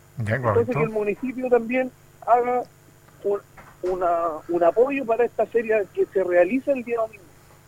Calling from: Coronel, Biobío, Chile

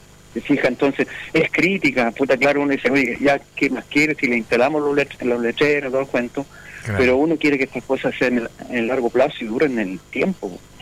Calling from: Chile; De la Salvador Allende.

